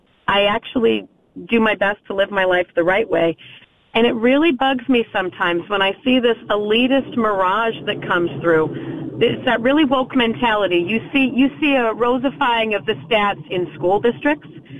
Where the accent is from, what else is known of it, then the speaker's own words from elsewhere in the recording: Maine, United States; I'm from Southern Maine, I can say, y'all.